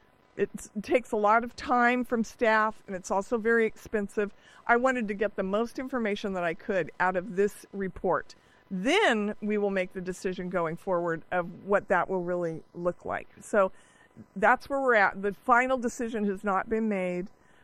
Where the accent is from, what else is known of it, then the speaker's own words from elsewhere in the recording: Modesto, California, United States; I was born in Modesto. I was raised in Modesto. My husband and I graduated from high school, went away to college and professional school, and came back to Modesto to serve. We raised our 6 children in Modesto.